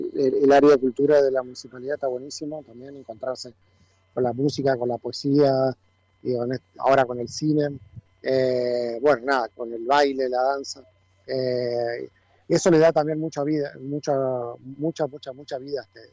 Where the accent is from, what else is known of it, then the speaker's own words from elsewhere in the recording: Crespo, Entre Ríos, Argentina; moved away as an adult; also born or lived in Buenos Aires; yo que soy de Crespo, y que Crespo justamente no tiene ningún potencial turístico, si bien es una ciudad que amo, porque nací y me crié ahí. Obvio. Y me siento crespense, aunque ya viví más tiempo en Buenos Aires que en Crespo